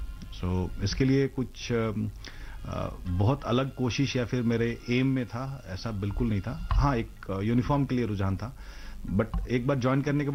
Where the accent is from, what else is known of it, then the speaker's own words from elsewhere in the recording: Bihar, India; मैं बिहार में पैदा पला बड़ा बड़ा हुआ